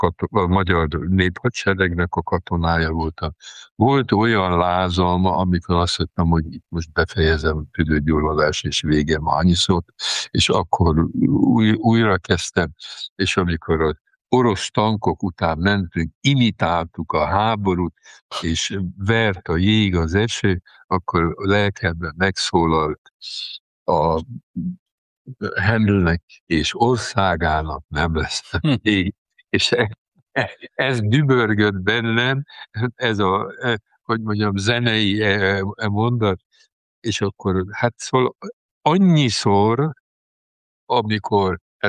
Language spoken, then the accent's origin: Hungarian; Sopron, Győr-Moson-Sopron, Hungary; hát most soproni vagyok, egész életemben, már szerzetes életemben zsoltárokat imádkozunk.